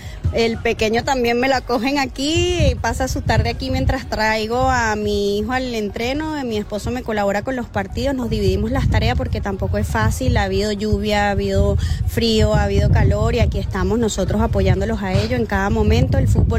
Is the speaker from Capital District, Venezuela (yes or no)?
no; La Guaira, Venezuela; now in Spain; Bueno, nosotros venimos de Venezuela, de La Guaira, orgullosamente de La Guaira, y aquí pues de verdad nos sentimos como en familia, como en casa.